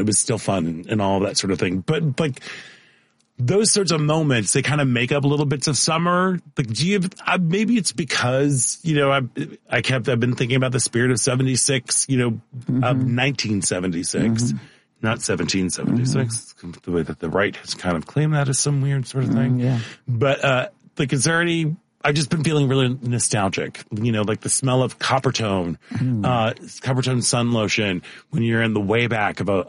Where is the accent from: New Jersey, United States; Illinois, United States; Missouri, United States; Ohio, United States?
Missouri, United States; because I grew up outside of St. Louis.